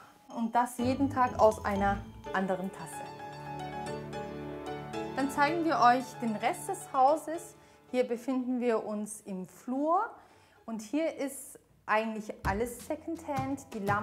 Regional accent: Germany; wir sind Deutsche, die Migrationshintergrund haben.

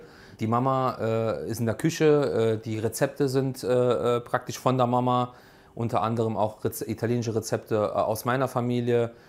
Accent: Saarbrücken, Saarland, Germany; Und der Kopf ist deutsch. Wir sind Saarbrücker, ich bin Saarbrücker. Ich gehe am Leonerring spaziere, ja, und schwenke gern.

